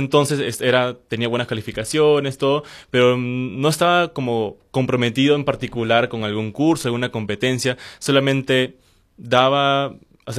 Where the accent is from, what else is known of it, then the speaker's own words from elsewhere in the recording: Lima, Peru; yo, como tal, yo soy de Chorrillos